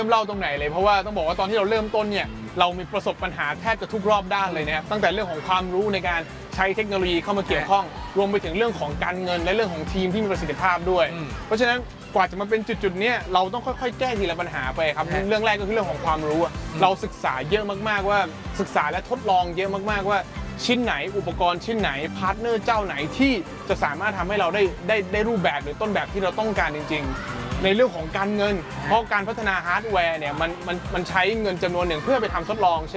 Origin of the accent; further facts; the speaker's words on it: Ko Samui, Surat Thani, Thailand; แล้วผมเป็นคนชาวสมุยผมต้องเล่าให้พี่ฟังนะผมเป็นชาวสมุยที่สมุยเนี่ยมันเป็นเมืองท่องเที่ยวมันไม่ใช่เมืองของ IT เท่าไหร่